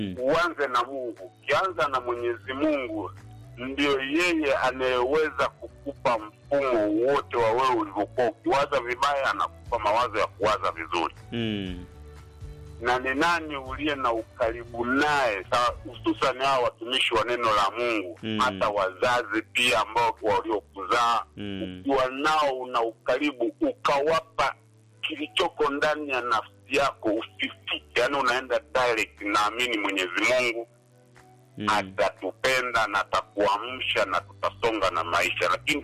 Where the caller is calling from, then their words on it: Bunda, Mara, Tanzania; Mimi ni wa Bunda